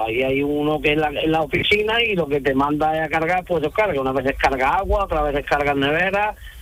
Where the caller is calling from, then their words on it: Cuevas de San Marcos, Málaga, Andalusia, Spain; Yo vivo en Cuadra de San Marcos, en un pueblo de Málaga, aquí en el límite de provincia con Córdoba.